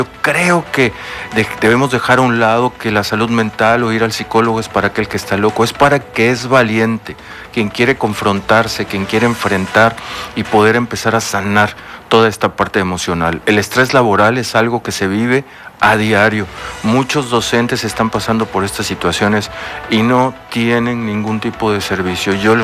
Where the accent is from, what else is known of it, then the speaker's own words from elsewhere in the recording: Campeche, Mexico; Retomar esto es poder tomar conciencia como campechanos, como mexicanos, como ciudadanos